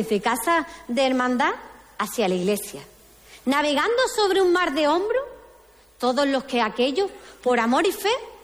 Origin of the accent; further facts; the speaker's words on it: Cartaya, Andalusia, Spain; ¡Viva mi pueblo de Cartaya!